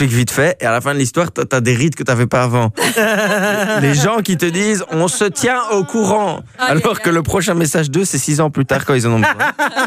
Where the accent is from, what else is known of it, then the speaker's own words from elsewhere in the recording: Belgium; je suis belge, quoi.